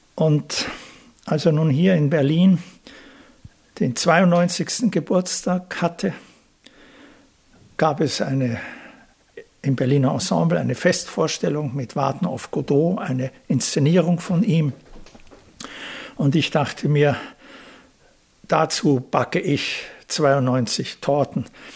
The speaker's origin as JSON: {"language": "German", "region": "Vienna", "country": "Austria", "tie": "born there", "said": "Ich bin ja auch in Wien geboren, ja. Also ich fühle mich tatsächlich immer noch als Wiener, nicht? Und das ist meine Heimat"}